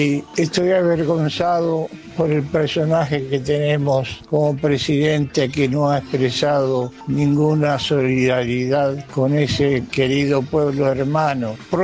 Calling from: Argentina; de Chingolo.

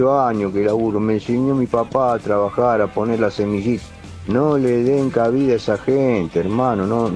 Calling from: Merlo, Buenos Aires Province, Argentina; de Merlo.

